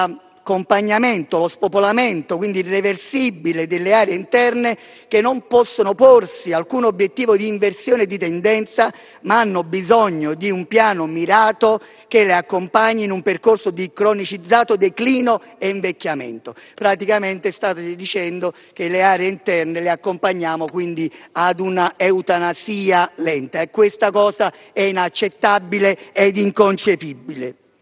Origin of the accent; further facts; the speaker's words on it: Portici, Campania, Italy; Io che provengo da Portici